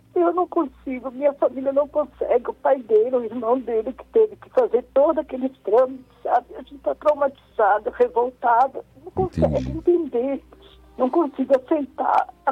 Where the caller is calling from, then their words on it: Itapema, Santa Catarina, Brazil; de Itapema, Santa Catarina.